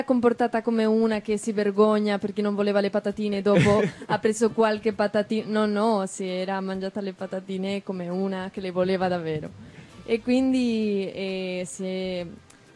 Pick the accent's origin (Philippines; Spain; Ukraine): Spain; Italian is a second language; moved away; sono spagnola